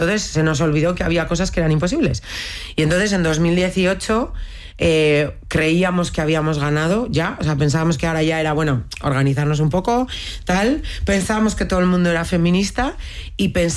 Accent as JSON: {"language": "Spanish", "town": "Bilbao", "region": "Basque Country", "country": "Spain", "said": "es que yo soy de Bilbao, el lugar donde está el aeropuerto"}